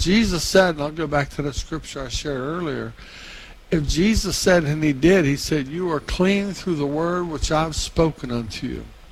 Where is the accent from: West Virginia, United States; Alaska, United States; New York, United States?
West Virginia, United States; Weirton; I'm from Weirton, West Virginia.